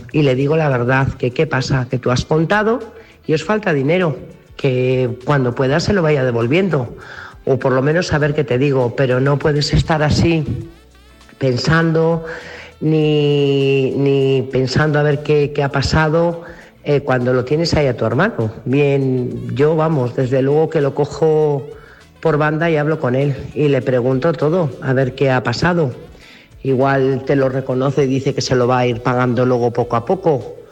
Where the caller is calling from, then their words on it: Burgos, Castile and León, Spain; Buenas noches … corresponsal de Burgos.